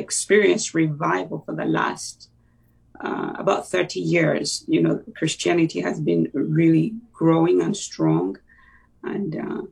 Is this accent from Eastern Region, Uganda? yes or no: no; Kampala, Central Region, Uganda; also born or lived in England; now in United States; I grew up in Uganda, in Kampala, in the capital city. I went to school there. It's a third world country.